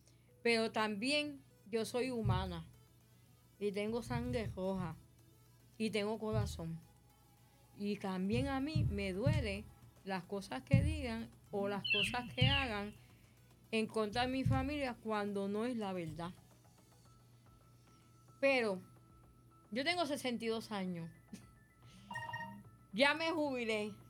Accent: Cataño, Puerto Rico

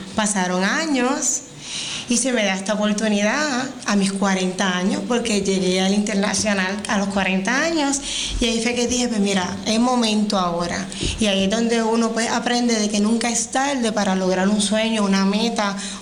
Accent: San Germán, Puerto Rico; tuve un apoyo increíble de mi pueblo de San Germán

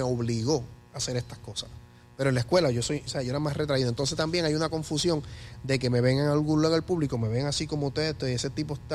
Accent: Puerto Rico; Estoy aquí en mi tierra

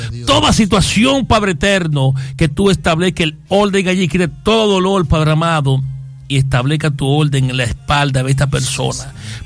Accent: Villahermosa, Tabasco, Mexico; Soy de Villahermosa, El Tamarindo.

